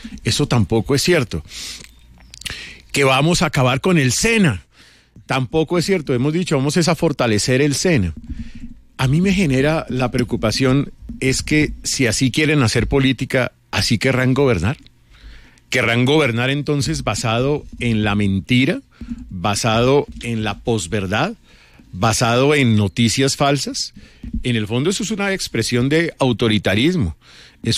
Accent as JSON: {"language": "Spanish", "country": "Colombia", "said": "los colombianos no somos tontos"}